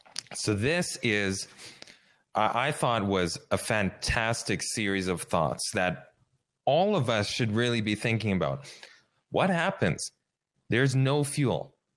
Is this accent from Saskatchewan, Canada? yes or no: yes; Saskatchewan, Canada; moved away; back where I grew up in Saskatchewan